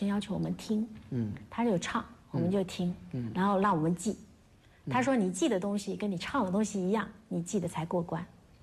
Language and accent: Chinese; Fujian, China; 但是他也会教福建其他的民歌，就是在那个时候我接触到，哎呀，我们家乡也有这么美的民歌，我才知道，对，小时候只是知道有戏，还不知道我们有这么美的民歌。